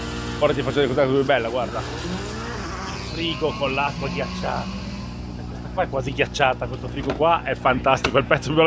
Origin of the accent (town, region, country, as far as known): Liguria, Italy